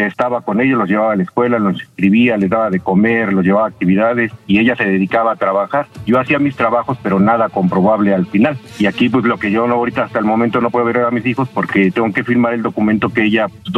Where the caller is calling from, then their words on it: Iztacalco, Mexico City, Mexico; De aquí, de Iztacalco.